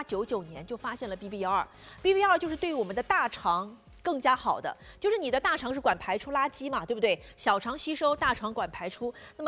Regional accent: Jiangxi, China; 因为我们是江西人，我妈妈超爱吃辣，就是我们家的菜一定都是放辣椒的。

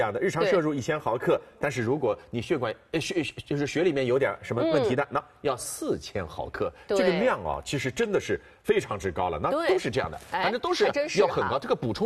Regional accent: China; 我们中国人

